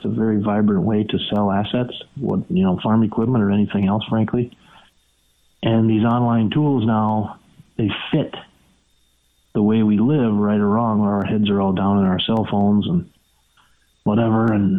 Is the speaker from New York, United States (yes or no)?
no; Benson, Minnesota, United States; I grew up in Benson, Minnesota